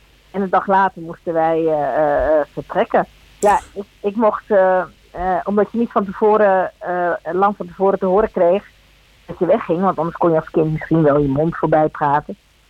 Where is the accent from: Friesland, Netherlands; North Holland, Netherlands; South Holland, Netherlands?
South Holland, Netherlands; Gouda; born there; Dutch is a second language; toen kwamen we eigenlijk in Gouda terecht.